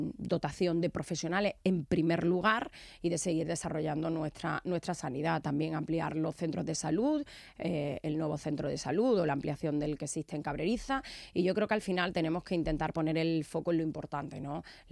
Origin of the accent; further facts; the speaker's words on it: Melilla, Spain; porque somos más melillenses, porque tenemos el mismo derecho que el resto de españoles.